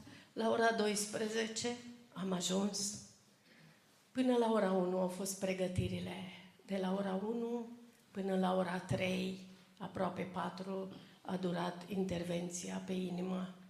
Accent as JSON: {"language": "Romanian", "country": "Romania", "said": "Eram oarecare din România pentru el."}